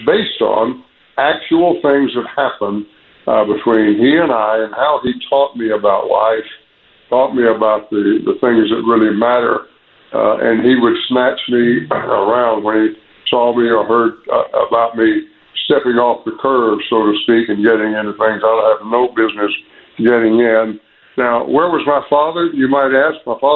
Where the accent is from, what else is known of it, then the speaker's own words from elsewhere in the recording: Quitman, Georgia, United States; my life growing up in South Georgia, in Quitman, Georgia, just outside of Valdosta, Georgia. People know where that is. I grew up there